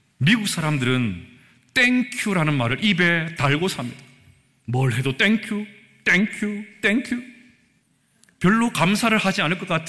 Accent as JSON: {"language": "Korean", "country": "South Korea", "said": "우리 한국 사람들"}